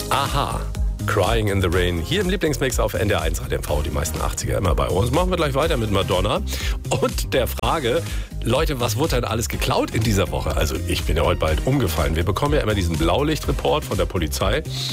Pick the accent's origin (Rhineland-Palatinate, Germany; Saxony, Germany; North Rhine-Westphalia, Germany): Saxony, Germany; Grimma; In Wendisch-Backendorf in der Nähe von meiner Heimatstadt Grimm, da wurden Pflanzenschutzmittel im Wert von 20.000 Euro mitgenommen.